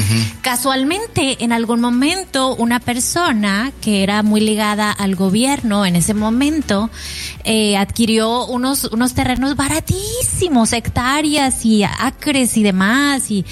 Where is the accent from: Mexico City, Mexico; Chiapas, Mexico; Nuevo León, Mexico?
Nuevo León, Mexico; del estado del que yo soy, de Nuevo León, había una zona así súper rural